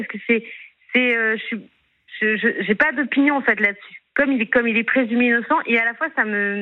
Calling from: Angers, Pays de la Loire, France; Sur Angers.

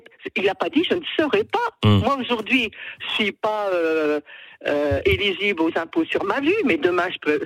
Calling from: Donville-les-Bains, Normandy, France; de la Manche, de Donville-les-Bains, près de Granville, près du Mont-Saint-Michel.

